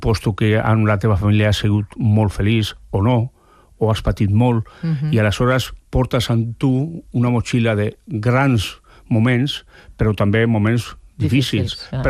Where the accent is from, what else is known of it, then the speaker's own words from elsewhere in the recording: San Sebastián, Basque Country, Spain; also born or lived in Navarre; now in Barcelona, Spain; jo sóc de Sant Sebastià i soc navarro.